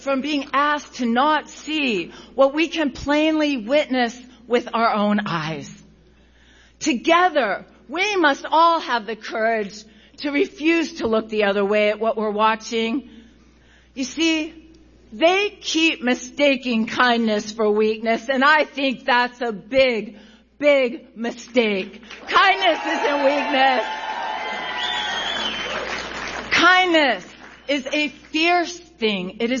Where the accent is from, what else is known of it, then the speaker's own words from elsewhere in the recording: Youngstown, Ohio, United States; Growing up in Youngstown, we didn't know what party you were. We knew what union you were in.